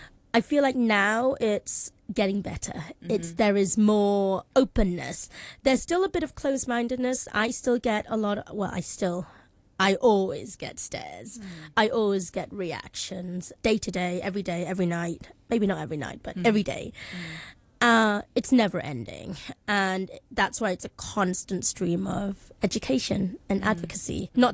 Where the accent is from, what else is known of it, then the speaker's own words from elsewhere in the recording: Hong Kong; growing up in Hong Kong is also actually really lovely because it's such a melting pot of cultures